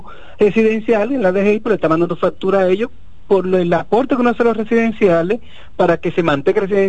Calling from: Santo Domingo, Dominican Republic

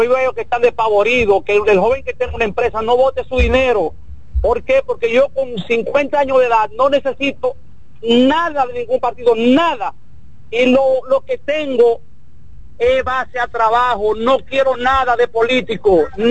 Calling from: Dominican Republic; Me da pena en verdad y vergüenza decir que soy dominicano.

